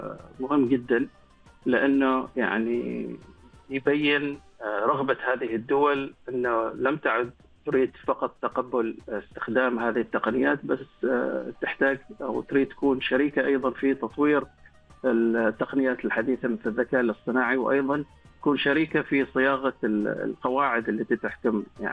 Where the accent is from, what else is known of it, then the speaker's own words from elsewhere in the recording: Oman; عندنا في سلطنة عمان